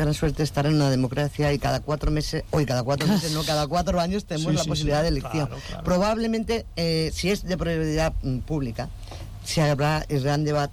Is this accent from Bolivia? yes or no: no; Andalusia, Spain; yo sí, soy andaluza.